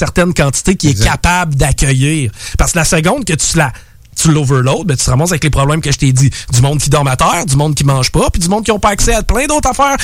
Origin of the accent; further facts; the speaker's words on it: Canada; now in Côte d'Ivoire; Moi, en tant que Canadien-Français qui débarque sur la Côte d'Ivoire, de me faire dire ça, je me sens pas attaqué.